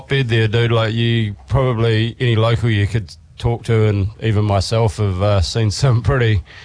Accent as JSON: {"language": "English", "town": "Kaikoura", "region": "Canterbury", "country": "New Zealand", "tie": "born or raised there", "said": "Yeah, I grew up in Kaikoura"}